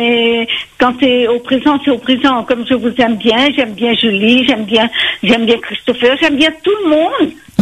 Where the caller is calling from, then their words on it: Réunion; comme moi, je suis réunionnaise aussi, j'aime mon île